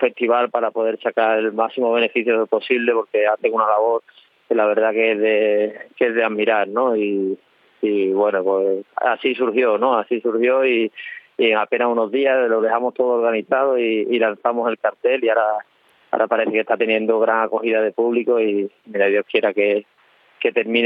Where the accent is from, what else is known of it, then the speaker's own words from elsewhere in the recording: Seville, Andalusia, Spain; now in Salamanca, Spain; llevo varios años viviendo a Salamanca, pero yo, obviamente, yo soy de Sevilla